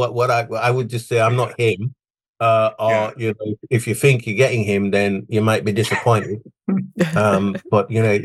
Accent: Bradford, Yorkshire and the Humber, United Kingdom; we were sort of born and brought up in Bradford.

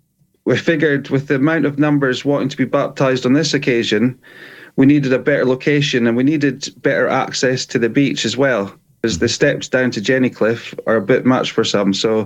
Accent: Scotland, United Kingdom; now in Cornwall, United Kingdom; No, not at all. I'm actually, I was brought up in Scotland, but I do live in Cornwall now.

